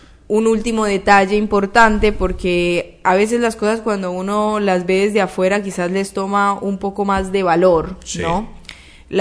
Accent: Colombia; now in Argentina; solo éramos 2 de Argentina. Una de la Universidad de Córdoba y yo, que ni, mira, siquiera era argentina, era colombiana.

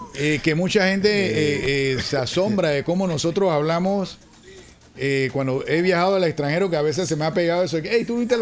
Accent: Colón, Panama; Hablo de Colón porque nosotros éramos los merengueros número uno y los que más consumíamos ese producto musical.

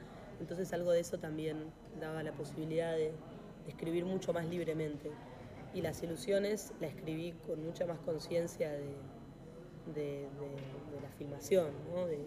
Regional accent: Buenos Aires Province, Argentina; moved away as an adult; now in Buenos Aires, Argentina; Yo crecí en el conurbano bonaerense, pero toda mi vida fue... Ahora vivo en Buenos Aires, igual en Capital, hace muchos años.

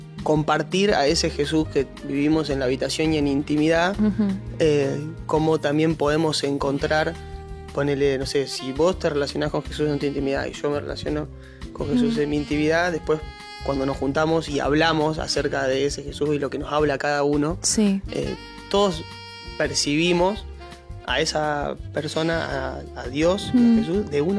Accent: San Nicolás de los Arroyos, Buenos Aires Province, Argentina; yo soy de San Nicolás. Ahí tengo mi iglesia de toda la vida.

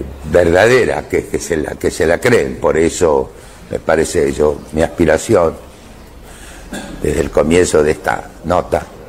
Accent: Argentina; yo soy un actor argentino.

